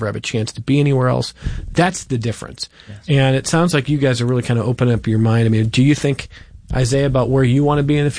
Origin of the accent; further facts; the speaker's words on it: Cleveland, Ohio, United States; now in Rochester, United States; I mean, I love living in Rochester. I grew up in Cleveland, and I got warned before I came here, like, you're not going to want to leave.